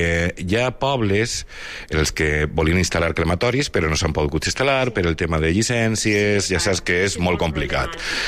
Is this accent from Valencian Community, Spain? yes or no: yes; Valencia, Valencian Community, Spain; jo vinc de València, capital